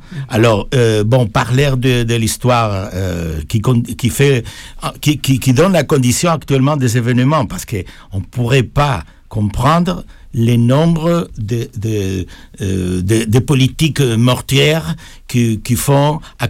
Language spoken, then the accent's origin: French; Spain; accent: Spanish; now in Paris, France; Je suis espagnol